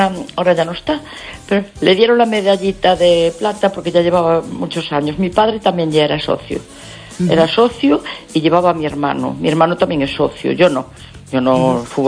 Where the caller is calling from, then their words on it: A Coruña, Galicia, Spain; yo quiero que gane mi equipo porque yo soy de La Coruña.